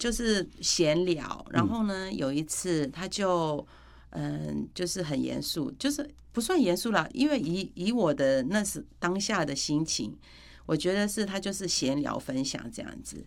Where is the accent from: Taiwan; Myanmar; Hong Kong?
Myanmar; 他问我说你是哪里人，然后我就说缅甸的